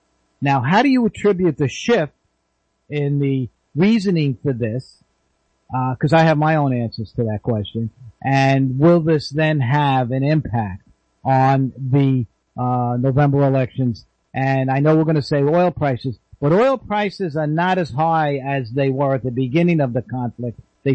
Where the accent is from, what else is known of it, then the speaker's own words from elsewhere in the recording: United States; as an American